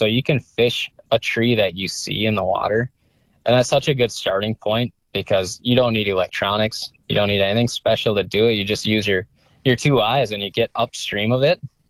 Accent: Moorhead, Minnesota, United States; You know, I grew up in Moorhead and I think I turned maybe 13 years old

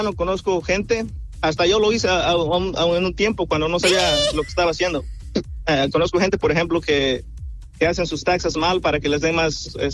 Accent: Mexico; moved away; Soy mexicano, soy ilegal, vine ilegal.

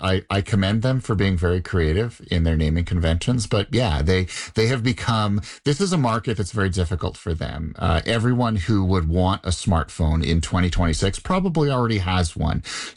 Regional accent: Canada; Canada is a country that the landmass is larger than the US, but our population is only 1/8 the size.

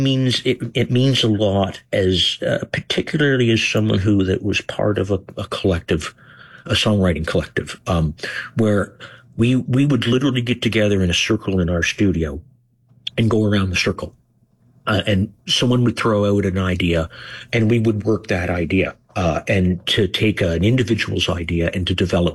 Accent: Kingston, Ontario, Canada; because I was a kid growing up in Kingston and I knew what it meant to have a big rock band come through my town in January and February.

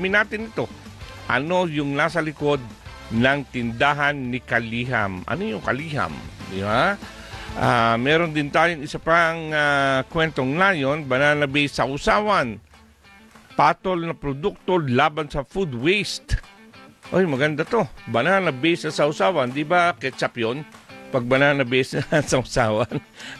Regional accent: Oriental Mindoro, Philippines; Doon sa amin sa Oriental Mindoro

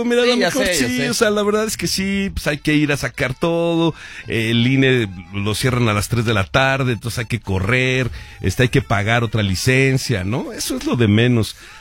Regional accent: Mexico; y esta unión que de pronto decimos y alardeamos tanto de que somos los mexicanos, se queda en eso, solo en frases, ¿no?

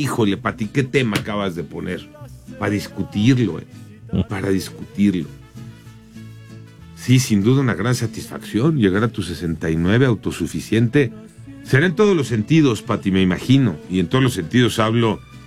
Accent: Naucalpan, State of Mexico, Mexico; Naucalpan, allá en mi tierra

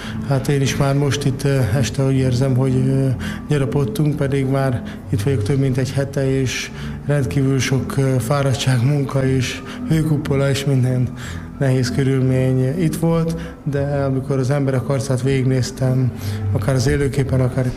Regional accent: Hungary

